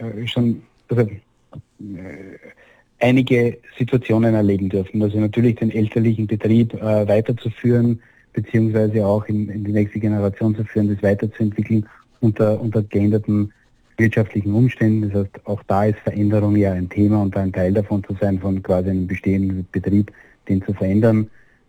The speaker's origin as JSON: {"language": "German", "region": "Lower Austria", "country": "Austria", "tie": "born or raised there", "said": "Ich bin im Waldviertel aufgewachsen, in der Tischlerei groß geworden."}